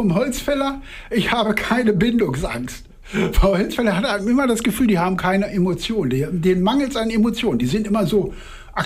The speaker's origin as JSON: {"language": "German", "town": "Cologne", "region": "North Rhine-Westphalia", "country": "Germany", "said": "Ich bin Kölner. Aus bestimmten Stadtteilen."}